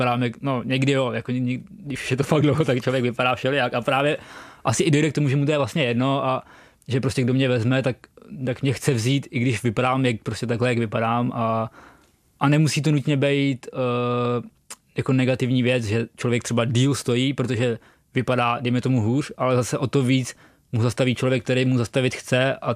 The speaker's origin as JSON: {"language": "Czech", "town": "Chotěboř", "region": "Vysočina Region", "country": "Czechia", "tie": "born or raised there"}